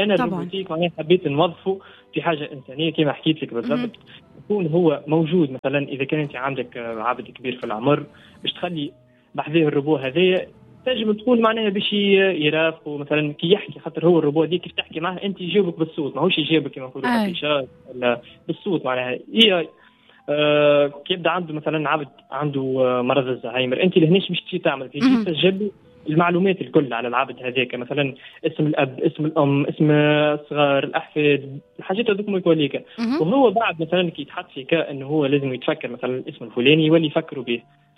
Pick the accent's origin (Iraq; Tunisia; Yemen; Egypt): Tunisia; احنا عندنا في تونس